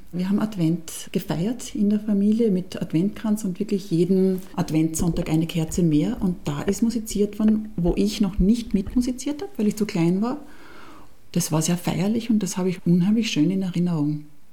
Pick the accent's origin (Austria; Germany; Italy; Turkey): Austria; Judenburg, Styria; Ich bin in Judenburg auf die Welt gekommen und groß geworden.